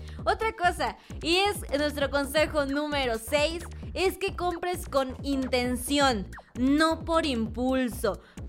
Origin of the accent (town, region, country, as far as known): Mexico